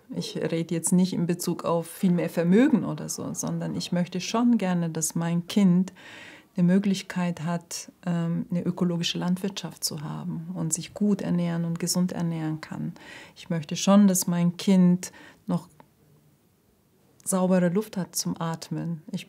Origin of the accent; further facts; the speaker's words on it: Turkey; German is a second language; moved away as an adult; now in Germany; Abitur in die Türkei gemacht und dann mit 18 habe ich mich entschieden, nach Deutschland zu kommen. Ich habe erst mal Deutsch gelernt, 2 Jahre.